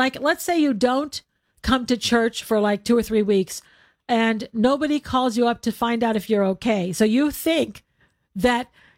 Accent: California, United States; I'm a Californian

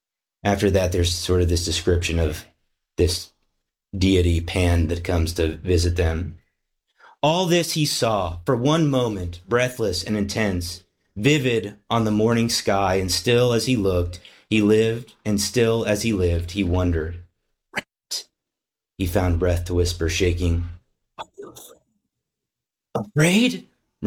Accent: Kansas, United States; when I was a kid, and you know, I grew up in Kansas, and we had a lot of storms coming through

